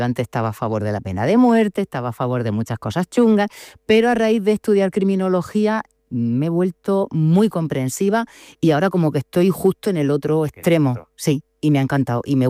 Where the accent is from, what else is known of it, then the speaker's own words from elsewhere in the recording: Murcia, Region of Murcia, Spain; De Murcia, de la Universidad Católica.